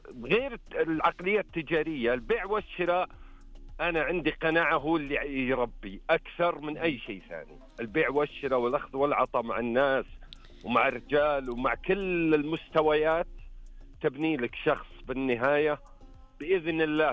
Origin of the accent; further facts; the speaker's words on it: Riyadh, Riyadh Province, Saudi Arabia; أنا من مواليد وعايش بالرياض، لكن أصلا من القصيم.